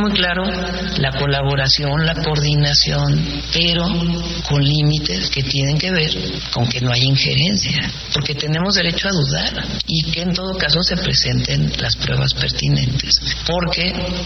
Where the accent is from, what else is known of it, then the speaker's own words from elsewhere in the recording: Mexico; No, pero tenemos que ser muy serios como mexicanos